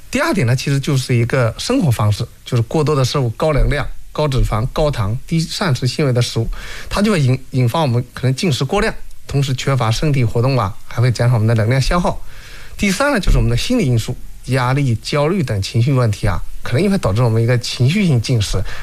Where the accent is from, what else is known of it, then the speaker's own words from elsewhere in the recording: China; 尤其是说亚洲男性，我们中国人啊，如果男性腰围大于等于90厘米